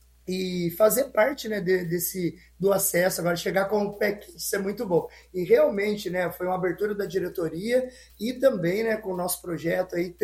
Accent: Limeira, São Paulo, Brazil; born or raised there

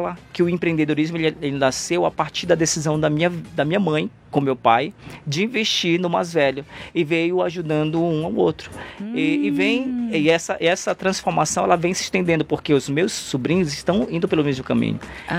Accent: Pará, Brazil; moved away as an adult; now in São Paulo, Brazil; eu vim do Pará, né? Então, quando a gente fala de Amazônia, né? Eu, há 10 anos atrás, decidi vir para São Paulo

